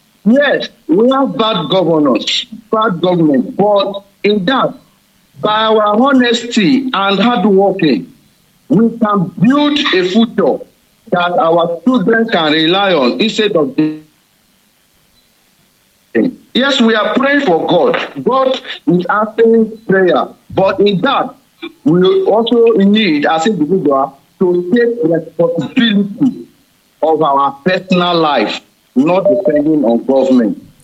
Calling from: Odeda, Ogun, Nigeria; I'm calling from Odeda Local Government, Ogun State.

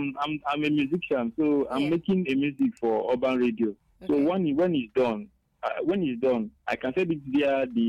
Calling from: Nsukka, Enugu State, Nigeria; I'm calling from Suka.

